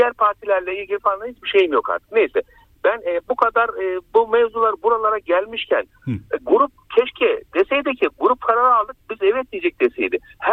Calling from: Ankara, Turkey

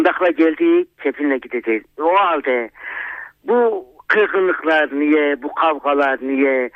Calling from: Çorum, Turkey; Ben Çorum Merkez'den arıyorum.

